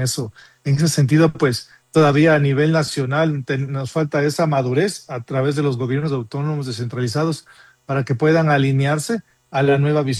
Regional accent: Ecuador; estamos expectantes los ecuatorianos

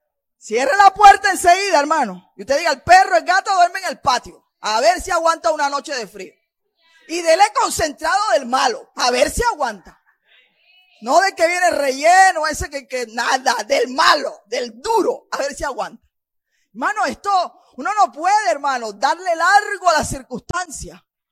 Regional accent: Cartagena, Bolívar, Colombia; Yo dije, esa es mi ciudad. Ese es mi pueblo.

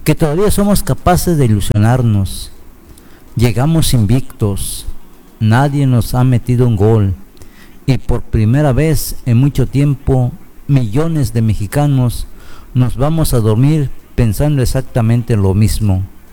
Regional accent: Mexico; ya nos regalaron algo que hace muchísimo no teníamos como mexicanos. Un país sonriendo al mismo tiempo.

